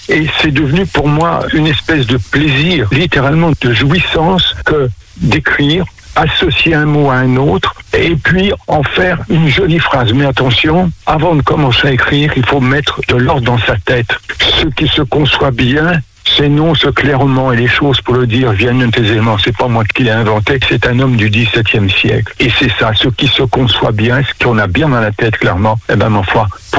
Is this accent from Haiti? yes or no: no; Le Mans, Pays de la Loire, France; born there; Je suis pas tout jeune. Je suis né en 1941 au Mans, donc citadin largement octogénaire.